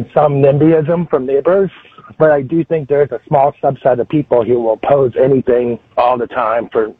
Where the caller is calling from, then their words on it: Indianapolis, Indiana, United States; at least here in Indianapolis